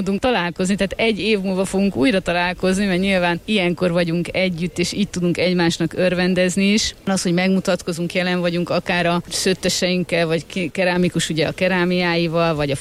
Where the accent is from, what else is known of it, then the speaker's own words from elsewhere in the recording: Somogy, Hungary; Hát ugye én somogyi vagyok, kicsit hazabeszélek